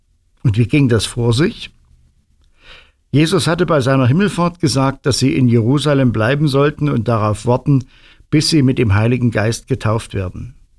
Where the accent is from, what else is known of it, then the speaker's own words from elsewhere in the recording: Mansfeld, Saxony-Anhalt, Germany; Ich komme aus Mansfeld.